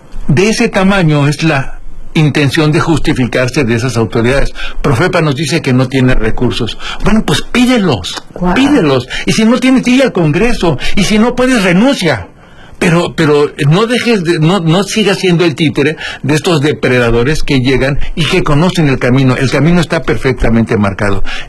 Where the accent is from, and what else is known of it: Baja California Sur, Mexico